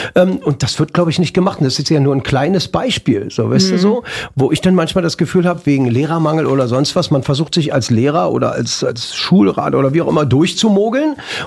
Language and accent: German; East Germany, Germany; born there; Wir kommen aus dem Osten.